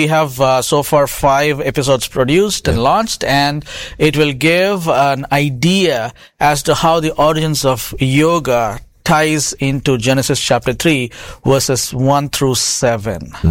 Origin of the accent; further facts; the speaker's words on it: India; moved away; Because I was born and raised in India. I studied in a Hindu school before we became proper Christians, and I was involved in yoga myself